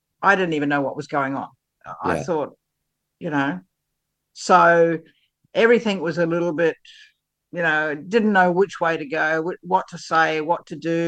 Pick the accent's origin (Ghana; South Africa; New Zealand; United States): New Zealand; moved away as an adult; I came over from New Zealand, and I was working in a nursing in a hospital